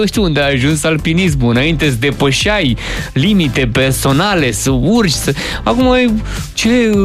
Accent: Romania; sunt român.

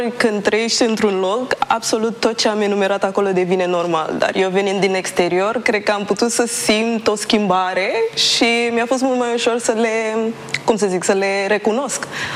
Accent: Romania; born there; România m-a format complet. Tot ce însemn eu acum, de la cum vorbesc, la cum reacționez, la ce mi-e dor când nu sunt acasă, e pentru mine în România.

